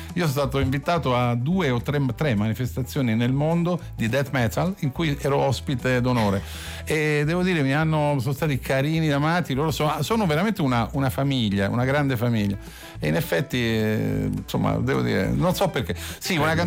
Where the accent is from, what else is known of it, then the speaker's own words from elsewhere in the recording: Bologna, Emilia-Romagna, Italy; io sono di Bologna, esatto.